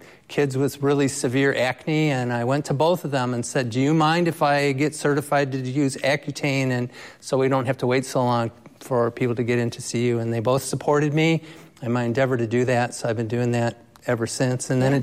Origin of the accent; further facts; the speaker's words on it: Detroit, Michigan, United States; moved away as an adult; now in Marquette, United States; Well, I'm originally from the Detroit area, and I've been practicing family medicine up here for a long time